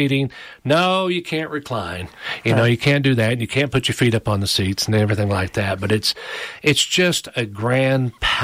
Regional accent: Paragould, Arkansas, United States; born or raised there

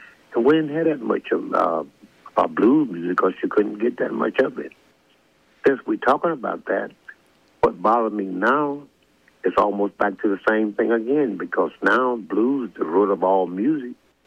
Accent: Louisiana, United States; because I'm from Louisiana, but my first encounter of the stage was in Arkansas

